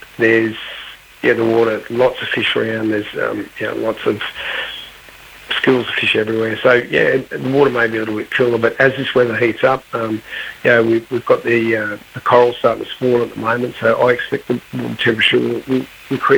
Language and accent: English; Victoria, Australia; now in Queensland, Australia; growing up in Western Victoria.